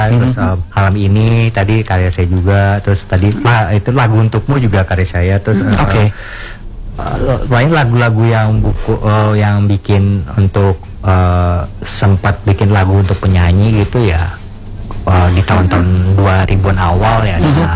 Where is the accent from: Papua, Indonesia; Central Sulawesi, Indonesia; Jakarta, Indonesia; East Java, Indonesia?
Jakarta, Indonesia; Asli dari Jakarta, Indonesia lah